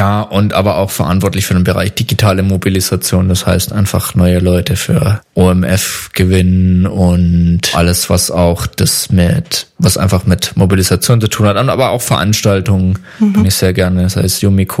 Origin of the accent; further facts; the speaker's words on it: Baden-Württemberg, Germany; komm ursprünglich aus der Nähe von Pforzheim, da bin ich geboren und aufgewachsen